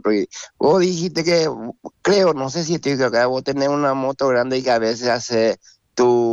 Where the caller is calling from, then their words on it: Coronel Oviedo, Caaguazú, Paraguay; soy de Coronel Oviedo.